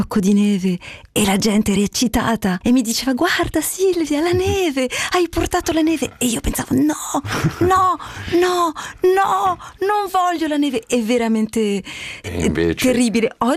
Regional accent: Montreal, Quebec, Canada; first language French; Italian is a second language; Sì, sono nata e sono cresciuta in Canada da genitori romani.

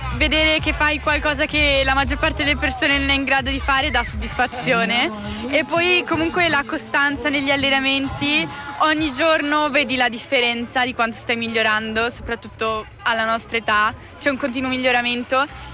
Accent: Comano, Ticino, Switzerland; Io sono di Comano.

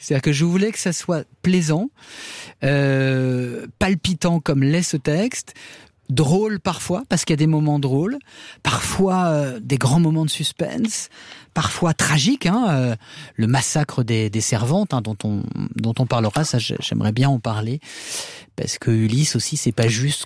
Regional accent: Le Havre, Normandy, France; moi je viens du Havre, une ville, un port voilà ouvert sur l'horizon, avec des cargos, etc.

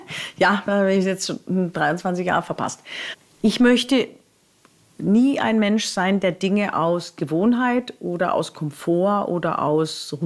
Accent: Romania; die ich in Rumänien aufgebaut habe, mit den Häusern für Menschen mit besonderen Bedürfnissen in meiner Heimatstadt

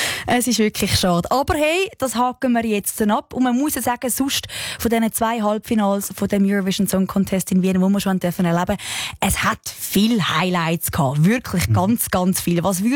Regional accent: Switzerland; wir als Schweizer

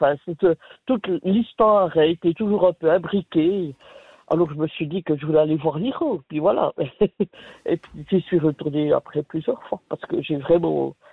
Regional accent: La Chaux-de-Fonds, Neuchâtel, Switzerland; born there; now in Neuchâtel, Switzerland; Mais je suis née à la Chaux-de-Fonds quand même.

